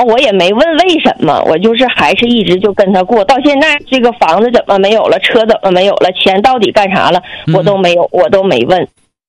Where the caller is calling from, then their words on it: Shenyang, Liaoning, China; 我是沈阳人